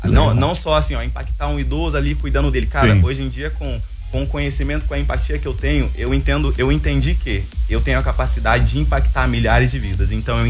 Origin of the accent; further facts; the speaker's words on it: Franca, São Paulo, Brazil; moved away as an adult; now in Balneário Camboriú, Brazil; eu venho de Franca, São Paulo. É uma cidade do interior, fica a 500 quilômetros da capital de São Paulo.